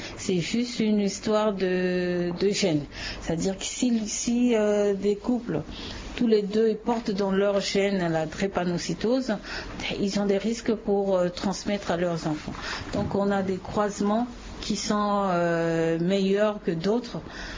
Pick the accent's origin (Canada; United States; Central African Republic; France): Central African Republic; chez nous, en Centrafrique